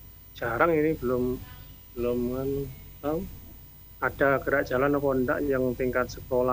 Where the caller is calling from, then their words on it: Mojokerto, East Java, Indonesia